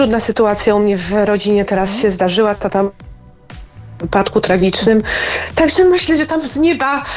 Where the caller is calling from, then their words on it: Józefów, Masovian Voivodeship, Poland; Z Józefowa koło Otwocka.